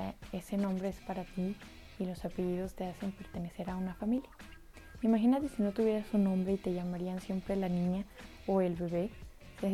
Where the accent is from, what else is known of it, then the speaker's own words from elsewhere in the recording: Guadalupe, Mexico; born there; Yo nací en Guadalupe, en el hospital de Guadalupe. Me fueron a registrar en el registro civil de Guadalupe.